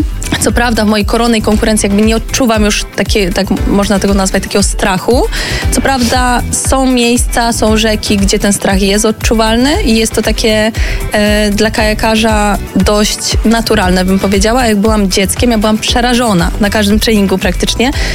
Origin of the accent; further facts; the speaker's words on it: southern Poland, Poland; Zaczęło się od tego, że jestem z południa, w ogóle pochodzę z południa Polski i tam jest coś takiego jak kajakarstwo górskie, bo mamy górskie rzeki.